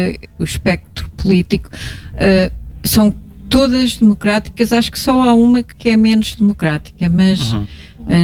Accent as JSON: {"language": "Portuguese", "region": "Centro", "country": "Portugal", "tie": "born there", "said": "Eu lembro-me de não haver centro de saúde perto da minha aldeia, e quando havia qualquer coisa vinha-se a correr para Coimbra"}